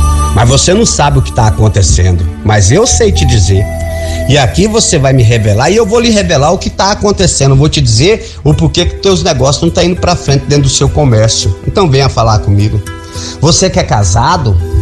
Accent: Bahia, Brazil; Sou baiano, sou médium, sou espírita, sou paranormal de nascença.

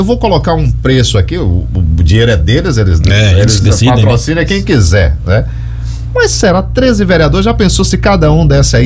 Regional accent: Feira de Santana, Bahia, Brazil; now in Serra do Ramalho, Brazil; Eu sou feirense, natural de Feira de Santana, mas Serra do Ramalho, a população me abraçou

